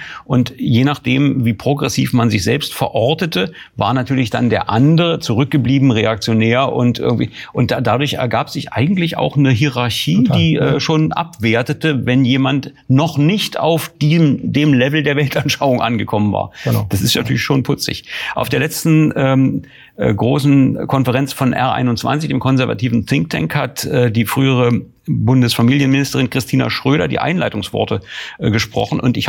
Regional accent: Germany; Ich komme ja aus der DDR

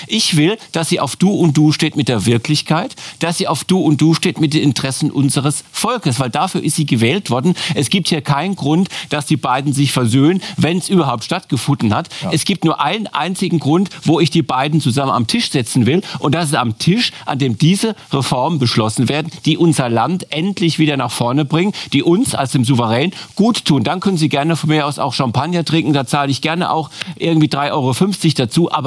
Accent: Germany; als Deutscher und Staatszahler.

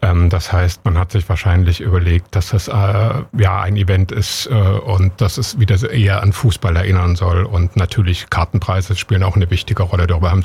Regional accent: Leipzig, Saxony, Germany; born there; Ich bin ja tatsächlich auch damit aufgewachsen im Stadion. Wir hatten an Leipzig so ein schönes Stadion, wo ich als Kind immer ganz vorne gestanden habe.

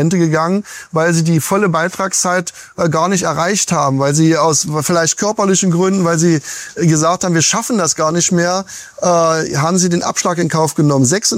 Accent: East Germany, Germany; bei uns in Ostdeutschland, wo die Frauen 1989 als Beispiel, haben 91% der Frauen hier Vollzeit gearbeitet

